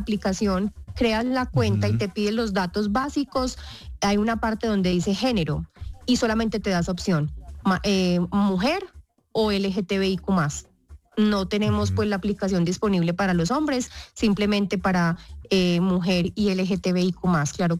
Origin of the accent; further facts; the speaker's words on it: Medellín, Antioquia, Colombia; Yo soy de Medellín. Yo soy de Medellín